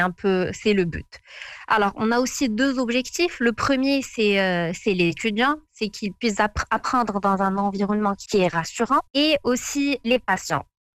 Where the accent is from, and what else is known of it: Fez, Fès-Meknès, Morocco